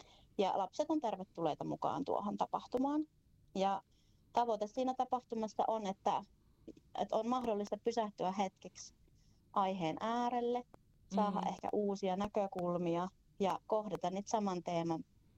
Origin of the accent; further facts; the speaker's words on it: North Karelia, Finland; meillä Pohjois-Karjalassa on kyllä tosi lämmin ja hyvä henki ja me ollaan hyvin rentoja